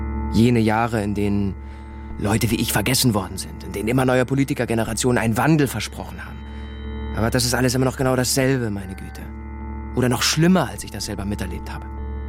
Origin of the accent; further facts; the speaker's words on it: Přerov, Olomouc Region, Czechia; Ich bin in Přerov aufgewachsen, einer kleinen mährischen Industriestadt unweit der Slowakei.